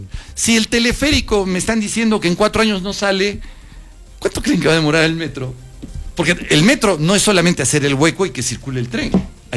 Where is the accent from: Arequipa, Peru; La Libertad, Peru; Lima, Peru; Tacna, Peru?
Arequipa, Peru; yo lo hago por Arequipa. Yo lo hago por mi tierra